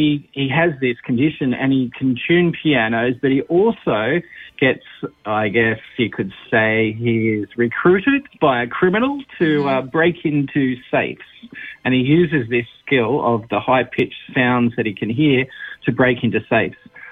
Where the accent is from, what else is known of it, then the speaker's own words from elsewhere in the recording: Australia; Yes, seeing we're Australian, we can just say tuna.